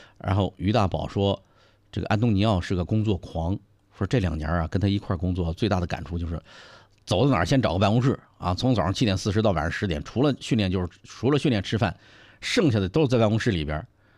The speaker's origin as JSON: {"language": "Chinese", "country": "China"}